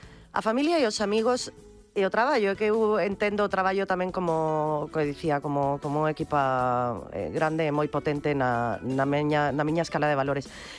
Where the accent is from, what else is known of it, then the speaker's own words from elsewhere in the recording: Cedeira, Galicia, Spain; sí, sí, sinto moita honra por Ferrol, sí, pero... pero son de Cedeira.